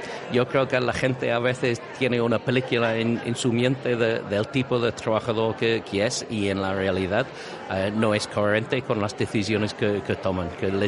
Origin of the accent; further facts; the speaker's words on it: United Kingdom; Spanish is a second language; now in Spain; Me estás preguntando como británico